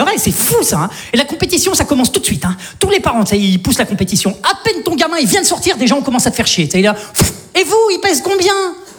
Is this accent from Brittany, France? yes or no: no; Saint-Étienne, Auvergne-Rhône-Alpes, France